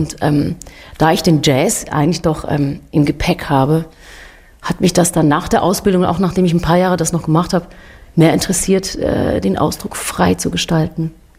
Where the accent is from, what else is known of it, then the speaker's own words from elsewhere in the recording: Switzerland; bei uns in der Schweiz jetzt gerade, blase ich mich gerne mal auf, weil wir Schweizer sind ja sonst so bescheiden